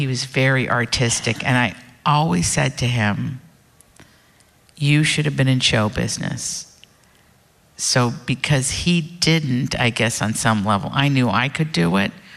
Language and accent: English; Appalachia, United States; I'm an Appalachian.